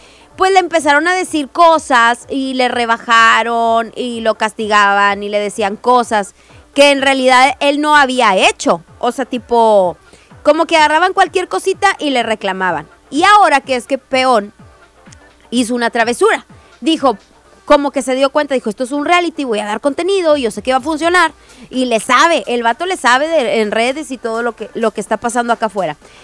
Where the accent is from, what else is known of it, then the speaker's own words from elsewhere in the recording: Monterrey, Nuevo León, Mexico; somos de Monterrey